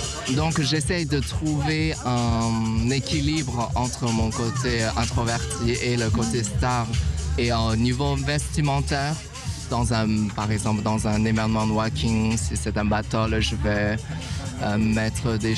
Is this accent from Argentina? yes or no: no; China; now in France; je suis un homme asiatique, je viens de Chine